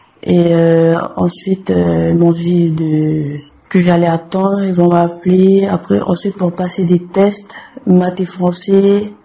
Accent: Wallis & Futuna; moved away; j'ai 20 ans, je suis originaire de Wallis

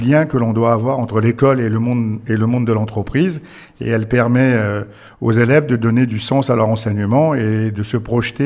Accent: Réunion; moved away as an adult; now in New Caledonia; Et j'arrive de l'île de la Réunion. Je suis réunionnais moi-même.

